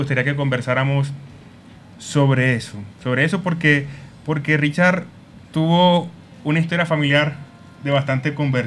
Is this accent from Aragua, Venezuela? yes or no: no; Maracaibo, Zulia, Venezuela; moved away as an adult; now in Medellín, Colombia; yo soy de Venezuela, Maracaibo, Venezuela. Comparto región con el padre José Andrés. Somos venezolanos.